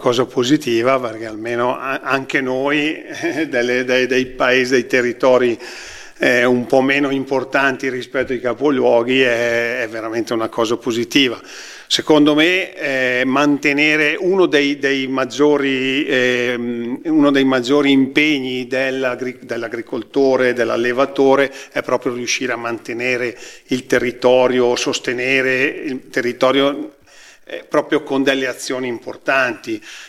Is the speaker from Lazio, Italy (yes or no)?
no; Trigolo, Lombardy, Italy; Io vengo da Trigolo, zona dove comunque l'irrigazione antica a scorrimento è quella più famosa.